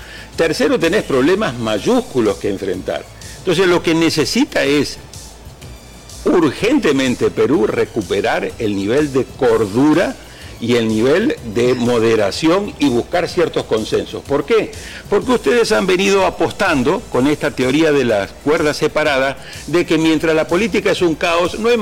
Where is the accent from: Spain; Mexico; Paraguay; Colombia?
Colombia; Yo vengo de Colombia. Comparado con la polarización que está viviendo Colombia